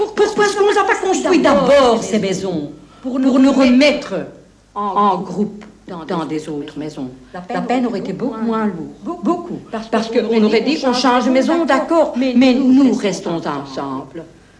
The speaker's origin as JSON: {"language": "French", "town": "Laeken", "region": "Brussels", "country": "Belgium", "said": "Je vis tous les jours. Je viens de Laeken. Revoir mon quartier."}